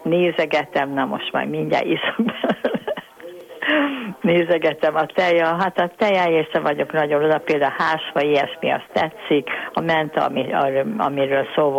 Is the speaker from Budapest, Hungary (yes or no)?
yes; Budapest, Hungary; born or raised there; now in Zalaegerszeg, Hungary